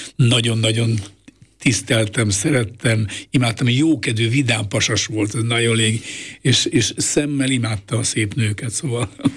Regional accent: Miskolc, Borsod-Abaúj-Zemplén, Hungary; én focit imádó családban nőttem föl. Eleven állok Vasgyárban, Miskolcon, ott születtem

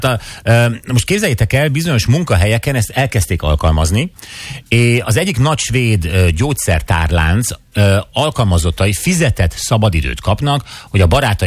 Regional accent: Hungary; Na de mi magyarok vagyunk, Gyuri.

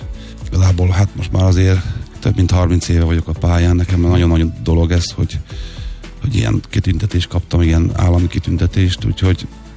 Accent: Tiszafüred, Jász-Nagykun-Szolnok, Hungary; born there; hogy én vidéki születésű vagyok, tiszafüredi.

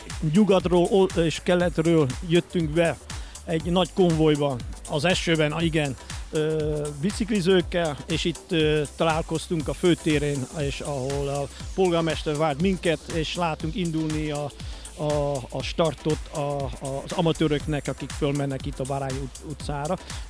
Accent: Netherlands; Hungarian is a second language; now in Pécs, Hungary; én, mint holland

